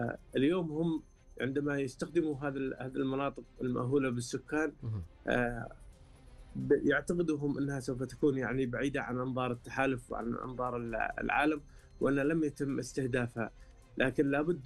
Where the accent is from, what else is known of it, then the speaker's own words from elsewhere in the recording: Yemen; now in Riyadh, Saudi Arabia; كشعب واحد كشعب مثلا يمنيين،